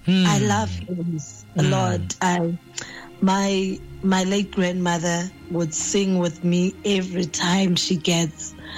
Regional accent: Northern Cape, South Africa; moved away as an adult; now in Johannesburg, South Africa; Born and raised in the Northern Cape.

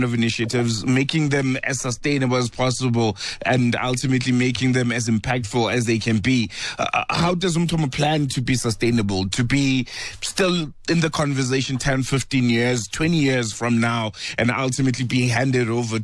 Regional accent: South Africa; as a South African Black Muslim

